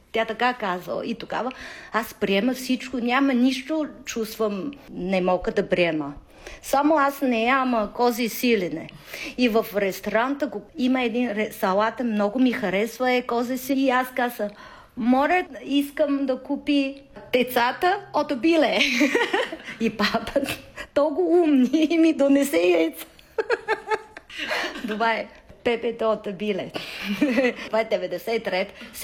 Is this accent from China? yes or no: yes; China; Bulgarian is a second language; moved away as an adult; now in Bulgaria; аз забравя съм китайка